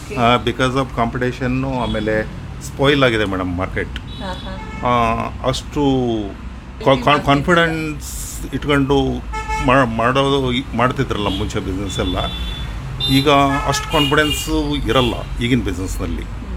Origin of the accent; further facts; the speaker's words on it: Karnataka, India; moved away as an adult; also born or lived in Hubli-Dharwad; now in Shivamogga, India; ನಾ basically from north Karnataka. ಇವರೇ ಅಂದರೆ ಹುಬ್ಳಿ ಧಾರವಾಡ ಕಾಲೇಜ್ ಎಲ್ಲ, ಆಮೇಲೆ ಬಿಸ್ನೆಸ್ ಅಂತೇಳಿ ಹಿಂಗೆ ಶಿವಮೊಗ್ಗದವರೆಗೆ ಬಂದೆ.